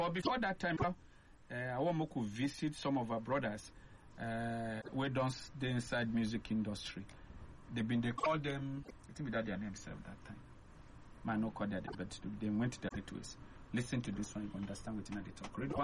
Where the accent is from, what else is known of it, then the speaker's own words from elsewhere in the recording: Kaduna State, Nigeria; Because, like I said, I grew up in Kaduna State. We've been get small farm, we call them garden.